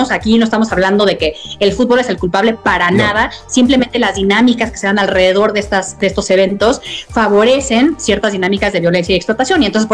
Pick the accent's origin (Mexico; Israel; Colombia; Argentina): Mexico; como mexicanos, como ciudadanos del mundo